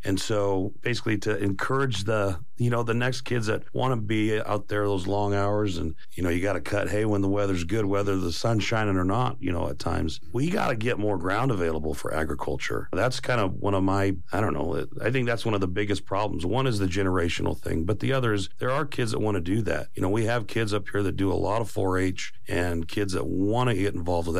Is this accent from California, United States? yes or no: no; Idaho, United States; moved away; Where I grew up in Idaho, we grazed on BLM ground, on state ground, on Forest Service